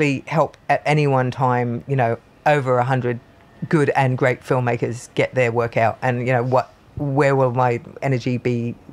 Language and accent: English; Byron Bay, New South Wales, Australia; I'm from Byron Bay.